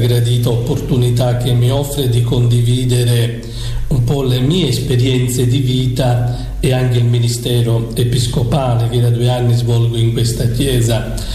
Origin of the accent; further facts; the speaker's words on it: Sicily, Italy; perché provengo dalla diocesi di Acerriale.